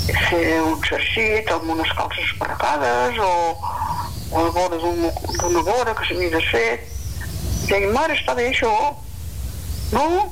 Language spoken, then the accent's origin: Catalan; Santa Pau, Catalonia, Spain; born there; also born or lived in la Vaga (farmhouse near Sant Miquel de Pineda); Jo em vaig venir a Santa Pau quan tenia 7 anys